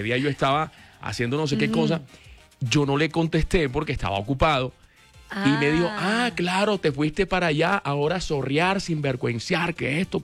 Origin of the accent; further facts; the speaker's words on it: Barranquilla, Atlántico, Colombia; now in Bogotá, Colombia; Cuando me vine de Barranquilla...